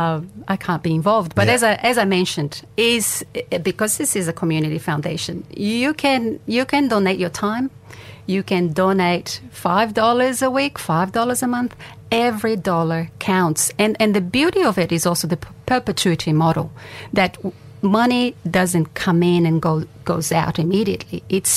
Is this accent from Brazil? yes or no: yes; Brazil; now in Northern Rivers, Australia; I grew up in Brazil, and where you see a lot of need.